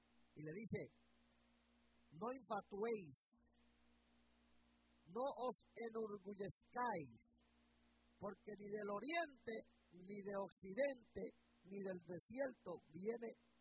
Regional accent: Bronx, New York, United States; born there; Se lo digo yo que nací aquí en el Bronx.

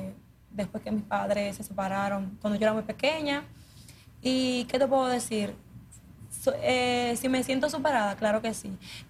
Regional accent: Sabana Buey, Peravia, Dominican Republic; also born or lived in Villa Fundación; yo soy de Sabana Buey, de la Fundación.

